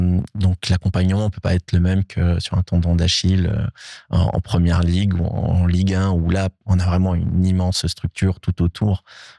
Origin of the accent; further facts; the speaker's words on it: Switzerland; Oui, et puis je suis suisse. Là, j'avais la famille entre Genève.